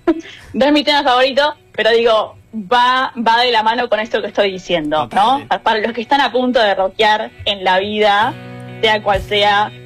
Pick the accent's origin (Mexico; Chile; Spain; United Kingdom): United Kingdom; pueden conseguir a alguien incluso que sea de Australia, yo soy de Reino Unido, o sea, opciones hay miles y sin embargo me eligieron a mí.